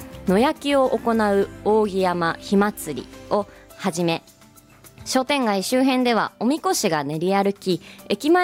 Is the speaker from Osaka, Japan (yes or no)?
no; Beppu, Oita, Japan; moved away as an adult; now in Hokkaido, Japan; 私ももちろん今までは別府市民として参加していたけれども、今年からは県外の北海道から参加するものとして行ってきたんですが、